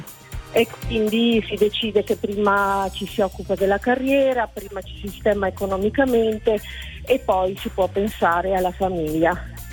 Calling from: Veneto, Italy; Io chiamo dalla provincia di Venezia, Cirano con la R.

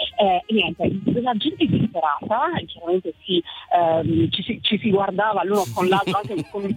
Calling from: Cagliari, Sardinia, Italy; io sono da Cagliari.

